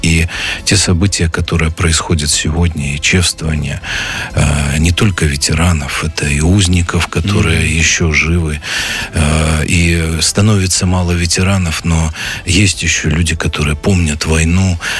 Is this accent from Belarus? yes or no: yes; Belarus; мы, белорусы, нация сплоченная, дружная и нация, которая не отвергает никакие периоды своей истории